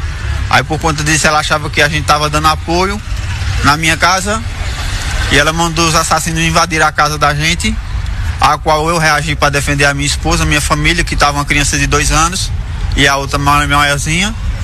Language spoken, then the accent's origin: Portuguese; Caruaru, Pernambuco, Brazil; A minha esposa é da família toda, é de Panelas. Eu sou daqui de Caruaru.